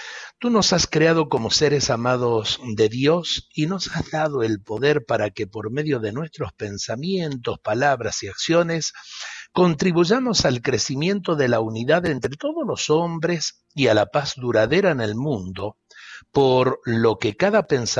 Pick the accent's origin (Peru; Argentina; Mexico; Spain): Argentina; somos hijos de Dios y somos hermanos argentinos